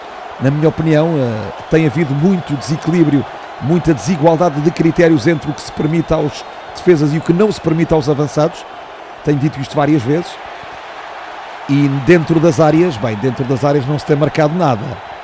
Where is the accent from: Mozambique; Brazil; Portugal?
Mozambique; Um abraço, Moçambique, a minha terra.